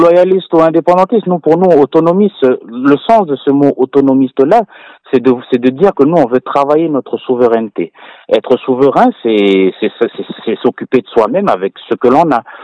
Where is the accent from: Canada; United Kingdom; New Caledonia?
New Caledonia; nous, on est sur terre coutumière et qu'on est essentiellement des Kanaks et nous avons nos valeurs et nos coutumes